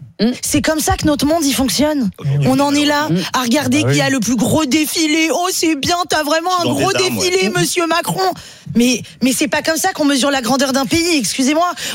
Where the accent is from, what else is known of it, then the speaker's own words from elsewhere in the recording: France; Nous, en tant que Français.